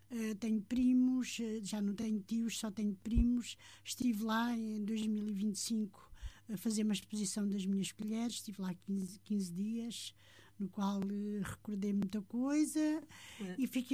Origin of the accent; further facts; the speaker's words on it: Alcácer do Sal, Setúbal, Portugal; now in Sesimbra, Portugal; Eu nasci em 1945, em Alcácer do Sal, vim para Sesimbra com 16 anos.